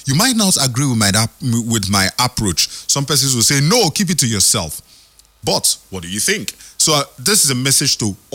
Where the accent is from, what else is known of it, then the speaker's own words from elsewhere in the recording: Nigeria; We are all Nigerians